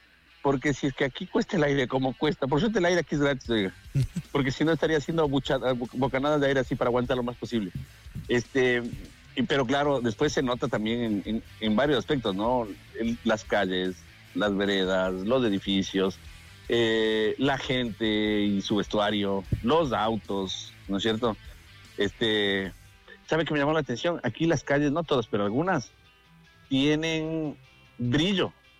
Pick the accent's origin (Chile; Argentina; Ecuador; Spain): Ecuador; para nosotros como ecuatorianos